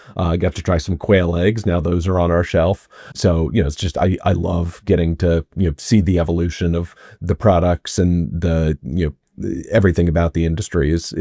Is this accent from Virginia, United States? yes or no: yes; Arlington, Virginia, United States; also born or lived in Brooklyn; now in Washington, D.C., United States; Yes, I grew up in Arlington, so yeah, grew up in the area. I live in D.C., have been in D.C. for the last 15, 16 years.